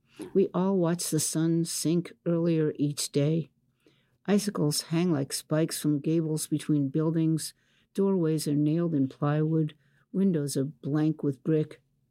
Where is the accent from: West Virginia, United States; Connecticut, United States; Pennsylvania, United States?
West Virginia, United States; moved away; also born or lived in Fairmont; You know, I moved from Wetzel County, rural Wetzel County, West Virginia, to Fairmont, West Virginia.